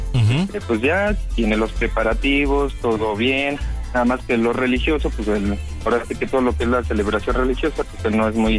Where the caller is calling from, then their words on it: Querétaro, Mexico; Soy de aquí, de Querétaro